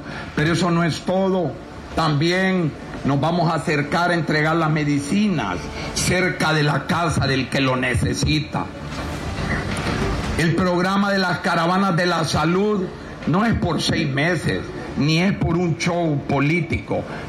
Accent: Honduras; Aquí todos somos hondureños

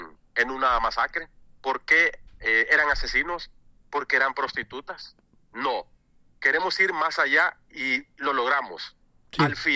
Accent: Honduras; Como sociedad hondureña nos perdona.

